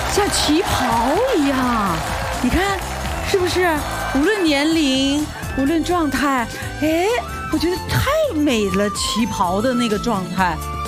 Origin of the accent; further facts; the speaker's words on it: Suzhou, Jiangsu, China; 我老家是苏州人，还是第一次听到昆舞这一种舞种。